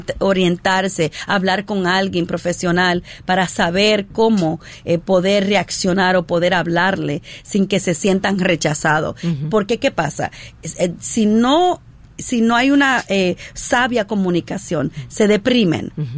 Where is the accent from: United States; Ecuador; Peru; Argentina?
United States; New York; yo soy de New York